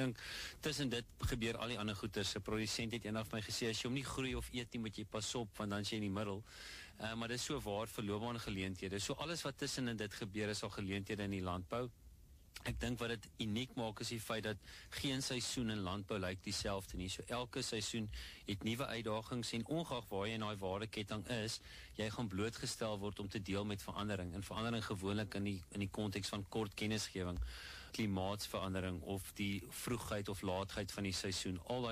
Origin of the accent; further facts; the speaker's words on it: Virginia, Free State, South Africa; Ek het groot geword in die Vrystaat, Noord-Vrystaat, meer spesifiek klein myndorpie, eintlik Virginia, maar daar was klomp mielieboerdery in die omgewing.